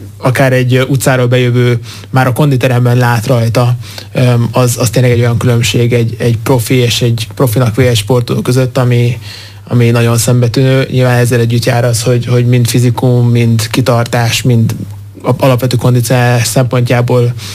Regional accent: Hungary

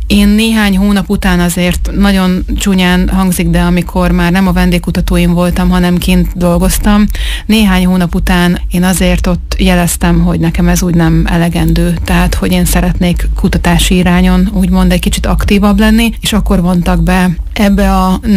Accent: Hungary; moved away as an adult; also born or lived in United States; Igazából haza költöztünk és hazavándoroltunk, hiszen mi kivándoroltunk, tehát nem volt állandó lakcímem se az idő alatt, amíg Amerikában éltem.

